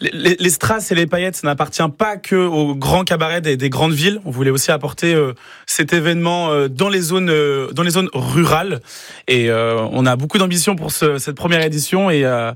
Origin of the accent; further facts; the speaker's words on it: Brittany, France; je suis très fier aussi d'où je viens, le pays de Redon.